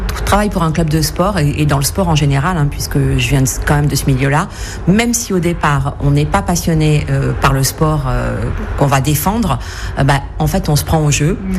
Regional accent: Brive-la-Gaillarde, Nouvelle-Aquitaine, France; je viens de Brive et qu'on est plutôt une terre de 15.

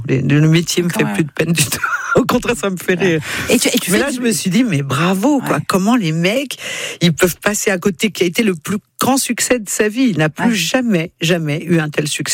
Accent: France; Je lui dis, oui, je suis française.

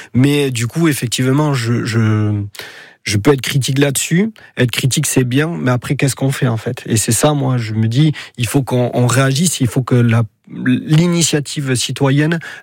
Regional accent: Nouvelle-Aquitaine, France; moved away as an adult; now in Basque Country, France; Alors moi, je suis d'un petit village qui s'appelle Coiraza, dont je suis très fier, dans le Béarn donc.

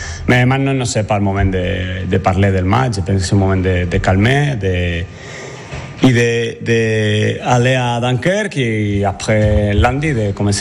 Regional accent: Spain; French is a second language; moved away; parce que je suis espagnol, je ne sais pas, mais je parle français.

